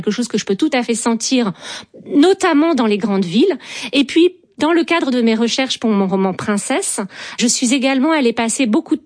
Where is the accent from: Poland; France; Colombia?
Poland; Warsaw, Masovian Voivodeship; moved away; Moi, je suis originaire de Varsovie et donc j'ai toujours mon point fixe, un peu de retour.